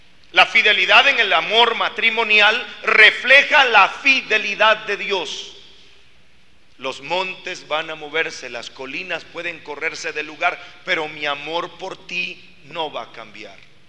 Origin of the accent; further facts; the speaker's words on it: Guatemala; Yo vengo de un país de Centroamérica que se llama Guatemala